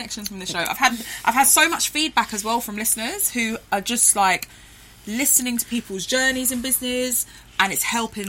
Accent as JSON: {"language": "English", "region": "London", "country": "United Kingdom", "tie": "born or raised there", "also_born_or_lived": "Chichester", "said": "I am from South East London."}